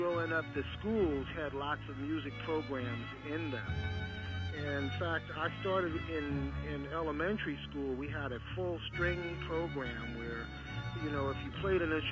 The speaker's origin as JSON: {"language": "English", "town": "Brooklyn", "region": "New York", "country": "United States", "tie": "born or raised there", "said": "But I have a very favorable memory growing up in Brooklyn, taking part in like the … going through junior high school and having a really good, interested music teacher."}